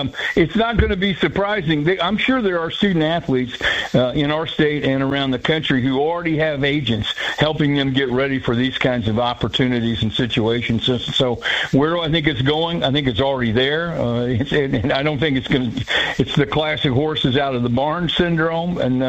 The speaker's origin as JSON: {"language": "English", "town": "Plainfield", "country": "United States", "tie": "born or raised there", "said": "You know, I grew up in Plainfield, so if the local bank in Plainfield wants me to come out and take a picture"}